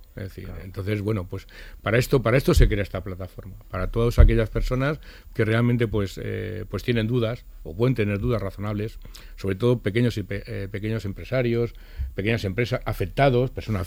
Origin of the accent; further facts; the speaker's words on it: Valencian Community, Spain; tanto Javier Plaza como yo somos valencianos